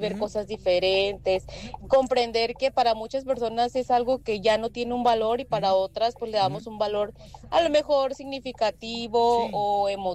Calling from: Tijuana, Baja California, Mexico

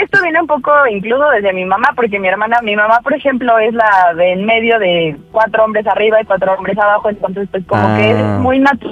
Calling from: Mexico City, Mexico; Tengo 30 años y soy de Ciudad de México.

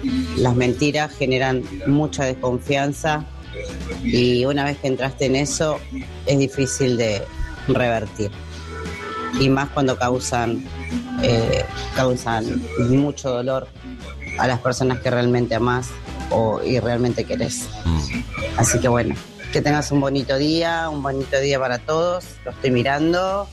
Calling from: González Catán, Buenos Aires Province, Argentina

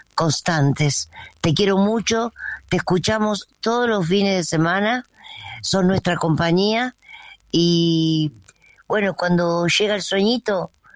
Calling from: Buenos Aires, Argentina; de Villa Urquiza.

